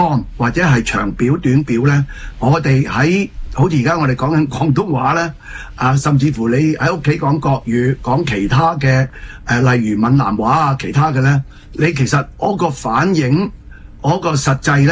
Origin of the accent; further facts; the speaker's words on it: Canada; 因為我哋個國家加拿大嚟講